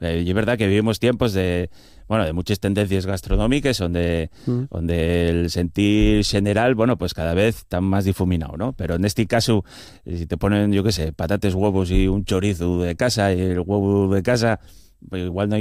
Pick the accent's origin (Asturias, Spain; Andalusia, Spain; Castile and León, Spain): Asturias, Spain; Avilés; also born or lived in cuenca minera; que yo soy de Avilés, pero viví muchos años en la cuenca minera